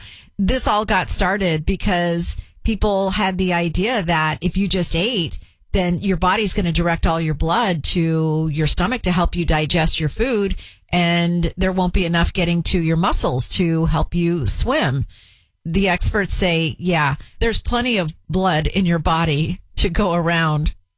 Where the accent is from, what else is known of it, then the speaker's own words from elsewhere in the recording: San Antonio, Texas, United States; We grew up in San Antonio, so it was relatively easy to get there and spend the day.